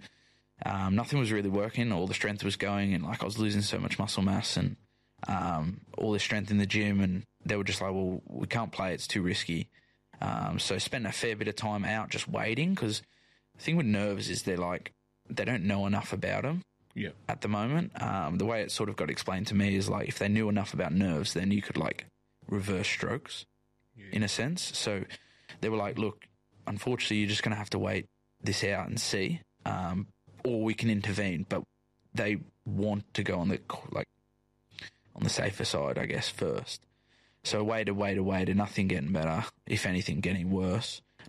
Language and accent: English; Australia; also born or lived in England; I'm proud Australian, proud English. Like, I've always called this home and would love to represent my home